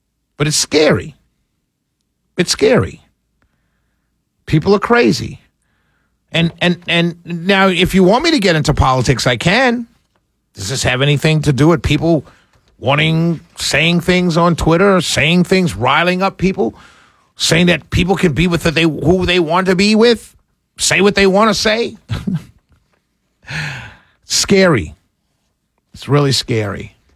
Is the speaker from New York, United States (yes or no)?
yes; New York, United States; moved away; And so I grew up in Harlem, New York.